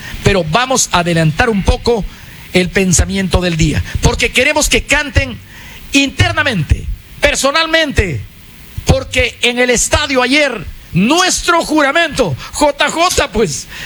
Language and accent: Spanish; Ecuador; sentimos el orgullo de ser ecuatorianos, de ser parte de este país. Con orgullo somos ecuatorianos.